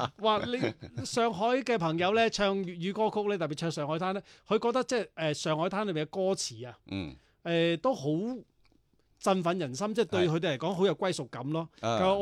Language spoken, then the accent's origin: Cantonese; Guangdong, China; 我哋作为广东人